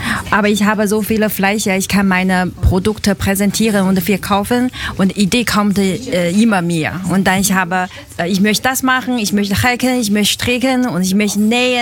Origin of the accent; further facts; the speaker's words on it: China; German is a second language; now in Hamburg, Germany; Ich komme aus China und seit 8 Jahren arbeite ich in Stadtkutter.